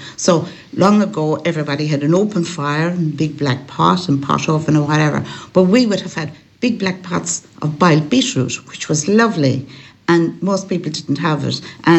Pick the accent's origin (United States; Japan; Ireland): Ireland; Bundara, Connacht; also born or lived in Tuam; Yes, I'm a Galway girl. I was born in Tuam and I grew up in Bundara Hallina in County Galway, which actually is inside the border of Mayo.